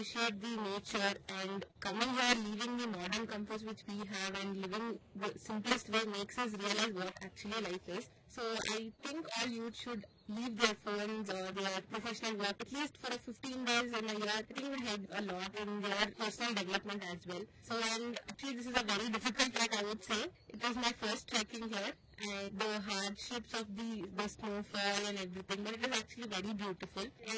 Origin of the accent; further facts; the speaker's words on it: Mysore, Karnataka, India; I'm from Mysore.